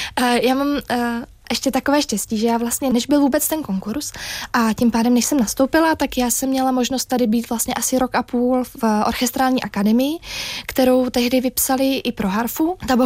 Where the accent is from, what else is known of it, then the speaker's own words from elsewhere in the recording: Prague, Czechia; A já pocházím z Prahy, takže pro mě vlastně ta vysněná meta byl Pražský orchestr.